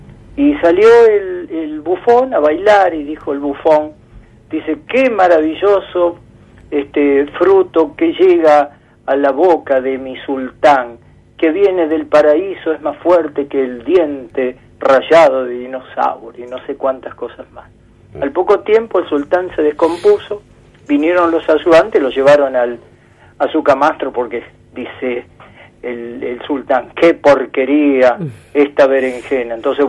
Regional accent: Argentina; cómo somos los argentinos

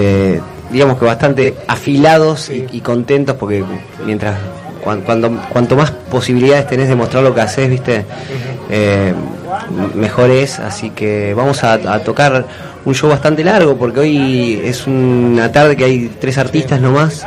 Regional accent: Santa Fe, Argentina; hemos hecho canciones con artistas de todos los géneros de Santa Fe, no solamente el rock, es de donde yo vengo

